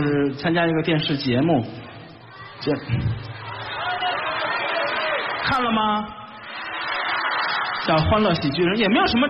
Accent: Puyang, Henan, China; born there; 我的出生地就是在河南。

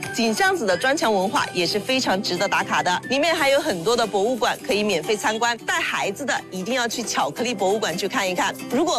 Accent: Sichuan, China

